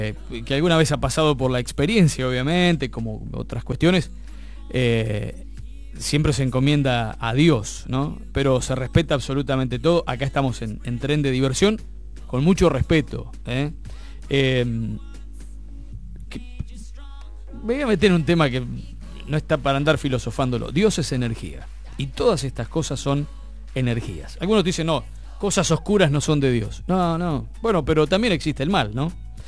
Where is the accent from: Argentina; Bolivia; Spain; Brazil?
Argentina; Y bueno, somos argentinos.